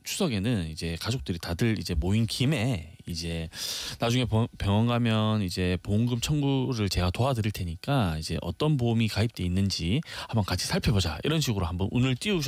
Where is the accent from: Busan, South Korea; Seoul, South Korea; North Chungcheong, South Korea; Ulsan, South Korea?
Busan, South Korea; moved away; 고향이 부산이고 또 부모님들 다 부산에 계시기 때문에